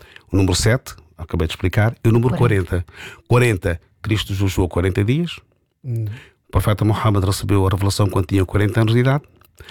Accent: Beira, Sofala, Mozambique; born there; Nasci na Beira. Eu nasci na melhor cidade do mundo e vivo na melhor freguesia do mundo, que é Campo Lido.

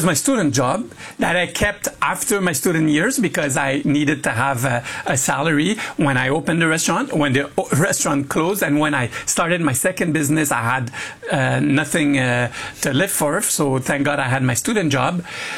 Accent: Quebec, Canada; accent: French

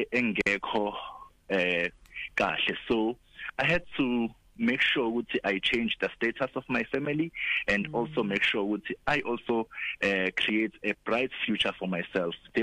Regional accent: Pietermaritzburg, KwaZulu-Natal, South Africa; born and bred in Pietermaritzburg, in the Wenasemaqongo.

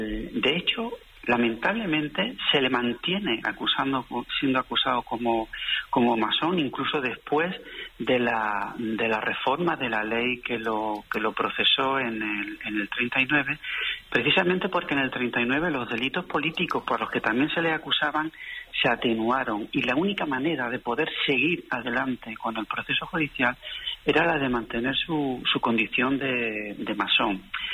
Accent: Granada, Andalusia, Spain; Pero también como granadino quiero expresar mi deuda de gratitud

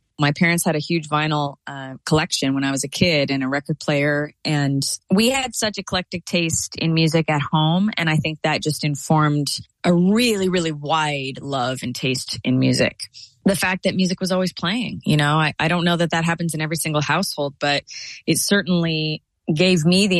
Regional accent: Pocatello, Idaho, United States; also born or lived in Boise, Idaho / Tennessee / Utah / Northern California; I was born in Boise, Idaho. We lived in Pocatello for most of my childhood, Pocatello, Idaho. We moved around a ton.

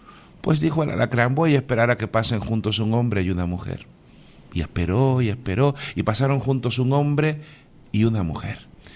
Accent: Cuba; Bueno, soy un cubano de toda la vida, caribeño

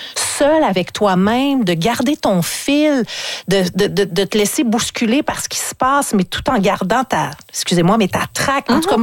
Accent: Quebec City, Quebec, Canada; Oui, moi, je viens de la ville de Québec. Charlebourg.

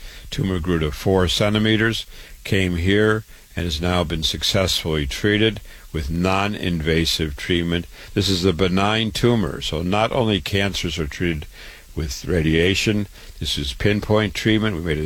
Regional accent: Waterloo, Iowa, United States; I was born and raised in Waterloo, Iowa.

